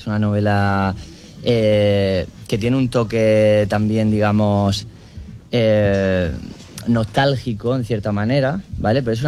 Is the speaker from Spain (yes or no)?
yes; Aguadulce, Andalusia, Spain; Yo soy de Agua Dulce, además.